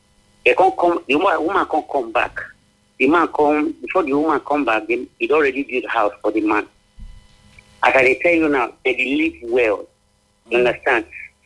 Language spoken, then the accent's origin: English; Udo, Nigeria; I come from Udo.